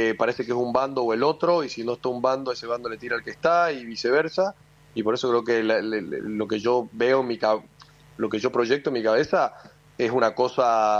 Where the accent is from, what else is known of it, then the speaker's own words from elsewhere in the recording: Salta, Argentina; also born or lived in China; now in United States; Yo soy de Salta, imagínate. O sea, en el norte es mucho más complicado que en Buenos Aires incluso.